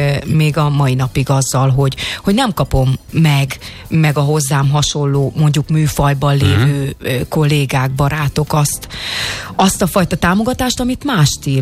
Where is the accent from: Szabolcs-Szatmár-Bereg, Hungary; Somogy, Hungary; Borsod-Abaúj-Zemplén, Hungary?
Borsod-Abaúj-Zemplén, Hungary; én egy borsodi kis településről származom